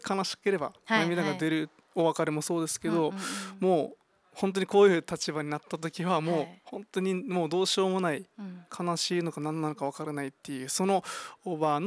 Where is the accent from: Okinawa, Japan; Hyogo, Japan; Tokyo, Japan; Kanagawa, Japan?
Okinawa, Japan; Urasoe; 自分が浦添出身なので